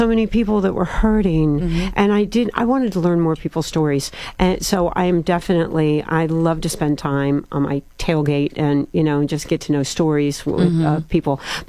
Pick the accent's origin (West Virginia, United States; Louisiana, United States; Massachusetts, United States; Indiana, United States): Indiana, United States; And we grew up in Indiana.